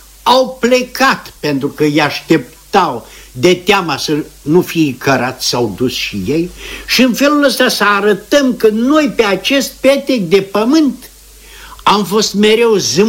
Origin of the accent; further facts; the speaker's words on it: Moldova; now in Chisinau, Moldova; din satul meu natal